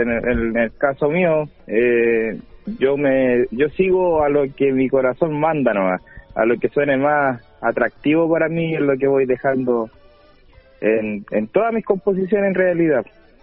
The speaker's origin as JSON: {"language": "Spanish", "region": "Los Ríos", "country": "Chile", "said": "yo soy un artista independiente de la región de Los Ríos"}